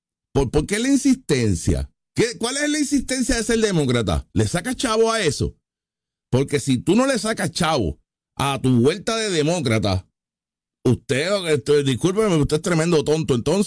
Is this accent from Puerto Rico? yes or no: yes; Puerto Rico; Nosotros somos puertorriqueños americanos, a mucho orgullo.